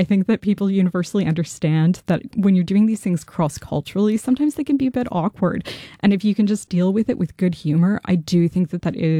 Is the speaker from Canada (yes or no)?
yes; Canada; now in Christchurch, New Zealand; in Canada, which is where I'm from